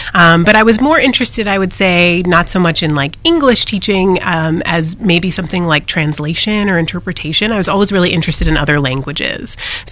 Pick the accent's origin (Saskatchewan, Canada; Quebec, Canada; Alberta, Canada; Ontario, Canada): Ontario, Canada; Toronto; moved away as an adult; also born or lived in Vancouver; now in California, United States; I grew up in Canada, so we start learning French pretty early, and I always really loved learning French.